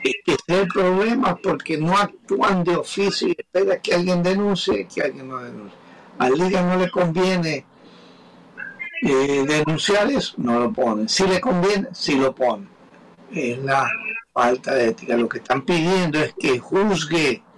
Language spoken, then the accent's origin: Spanish; Guayaquil, Guayas, Ecuador; Yo soy de Guayaquil, a mucha honra. No soy guayaco solamente, Guayaquil, de la provincia de Guayas